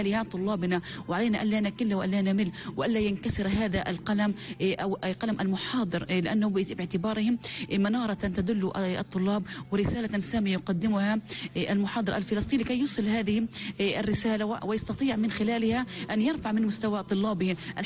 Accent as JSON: {"language": "Arabic", "region": "Gaza Strip", "country": "Palestine", "said": "أنا كأكاديمية فلسطينية"}